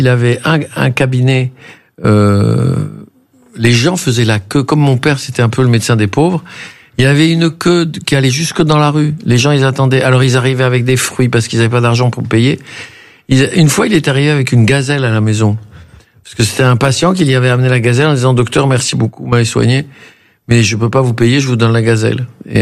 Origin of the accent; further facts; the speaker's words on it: Tunisia; born there; moved away; quand on a quitté la Tunisie.